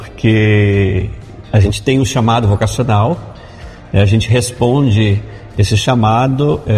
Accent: Vila Velha, Espírito Santo, Brazil; o Frei Pedro Palacios, lá de Vila Velha, minha terra

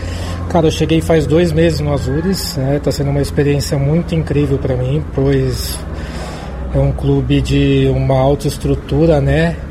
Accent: Brazil; born there; Eu sou nascido no Brasil

